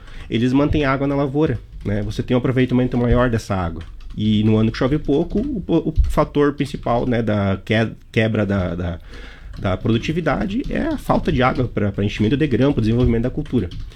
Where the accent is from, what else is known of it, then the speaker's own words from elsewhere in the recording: Santa Catarina, Brazil; Eu sou natural do Alto Vale Itajaí, e lá realmente, acho que os anos que tem El Niño é o que nos mais preocupa, por conta das enchentes.